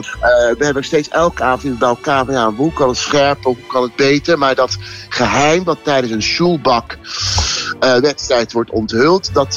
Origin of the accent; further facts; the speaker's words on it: IJsselmonde, South Holland, Netherlands; born there; En ik ben natuurlijk geboren in IJsselmonde.